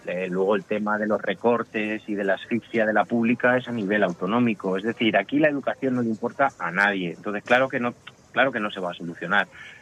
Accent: Leganés, Community of Madrid, Spain; yo por ejemplo, que soy de Leganés

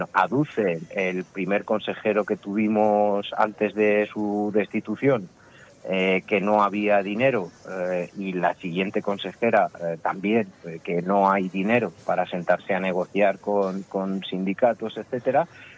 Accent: Leganés, Community of Madrid, Spain; yo por ejemplo, que soy de Leganés

